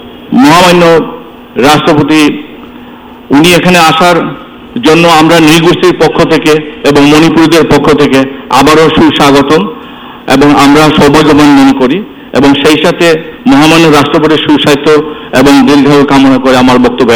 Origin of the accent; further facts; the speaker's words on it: Sylhet, Sylhet Division, Bangladesh; আজ আমাদের সিলেটবাসীর জন্য একটি আনন্দ এবং গৌরবের একটা দিন।